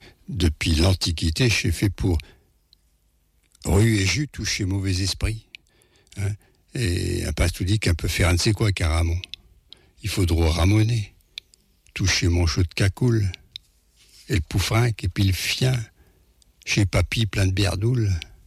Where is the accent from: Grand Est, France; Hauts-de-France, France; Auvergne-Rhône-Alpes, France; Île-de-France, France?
Île-de-France, France; Paris